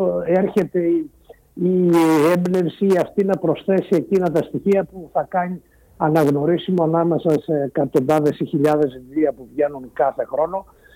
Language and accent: Greek; Marathos, Central Greece, Greece; εγώ κατάγομαι από το Μάροθο Βρυτανίας, είναι η γενέτειρα του Κατσαντώνη